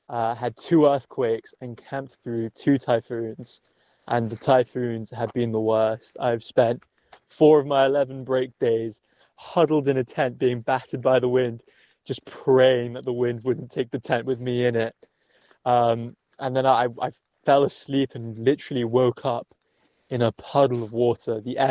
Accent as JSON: {"language": "English", "country": "Spain", "second_language": "English", "lives_now": "Japan", "said": "I had a really nice couple who caught wind that I was from Spain, and they invited me in and tried their hand at making a Japanese-style paella"}